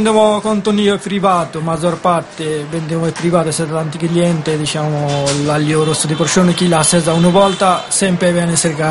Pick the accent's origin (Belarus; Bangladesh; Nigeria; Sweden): Bangladesh; Italian is a second language; now in Italy; Io non sono italiano, vengo dal Bangladesh, fare un'azienda qui, un po' di difficoltà, diciamo, sì.